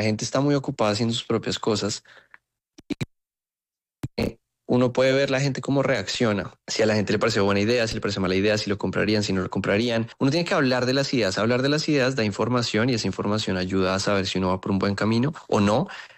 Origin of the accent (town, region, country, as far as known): Colombia